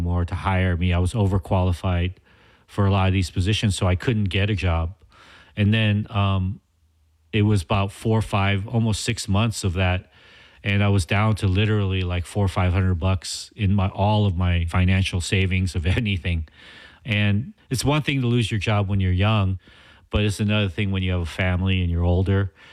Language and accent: English; Los Angeles, California, United States; we're from Los Angeles. We're specifically from the central region of Los Angeles, the city, Koreatown, East Hollywood, Pico Union, Mid-City.